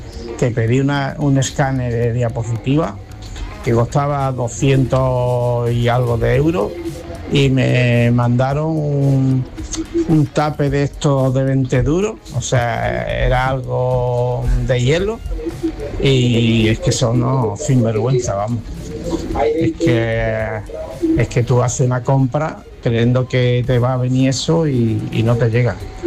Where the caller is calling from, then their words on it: Chiclana de la Frontera, Andalusia, Spain; de Chiclana